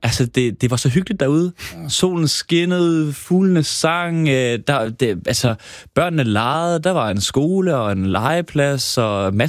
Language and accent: Danish; Copenhagen, Capital Region of Denmark, Denmark; jeg er født i København, opvokset i Vanget og Vesterbro